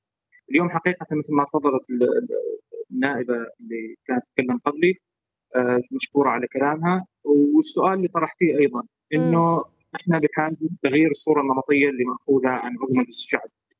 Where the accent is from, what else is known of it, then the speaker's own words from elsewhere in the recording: Syria; عندنا في سوريا